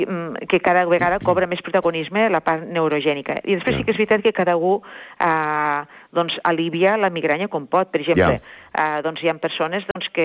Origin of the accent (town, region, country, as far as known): Tortosa, Catalonia, Spain; moved away